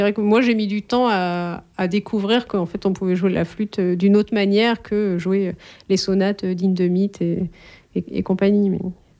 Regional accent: Coutances, Normandy, France; je suis née à Coutances, la ville où il y a quand même Jazz sous les pommiers

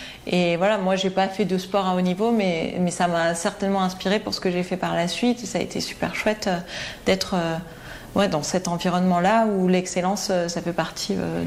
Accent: Porté-Puymorens, Occitanie, France; J'ai grandi à Portet-Puymorens, qui est vraiment aux portes de l'Ariège

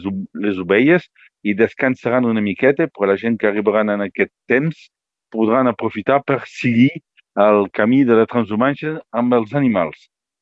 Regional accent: Villefranche-de-Conflent, Occitania, France; jo he viscut sempre aquí en Conflent, he nascut aquí en Conflent i encara 57 anys

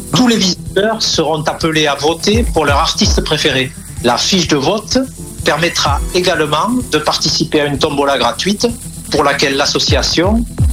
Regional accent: Roc, Occitanie, France; Je suis natif du village de Roc et à ce titre, je suis président de l'association la CIMES Armagnacaise.

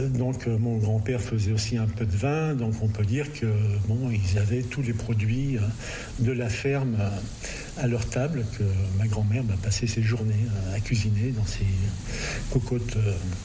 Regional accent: Lyon, Auvergne-Rhône-Alpes, France; also born or lived in Brussels / Berlin / Amsterdam; now in Pont-Saint-Esprit, France; je viens de Bruxelles. Tout en étant français, je suis lyonnais et fier de l'être. Et aujourd'hui, je me présente de plus en plus comme un bon artiste spiripontin. Étant donné que maintenant je travaille l'essentiel de mon temps à Pont-Saint-Esprit.

